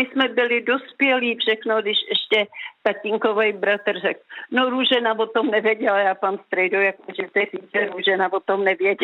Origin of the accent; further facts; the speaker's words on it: Skryje, Central Bohemian Region, Czechia; Ne, já pocházím ze Skrej.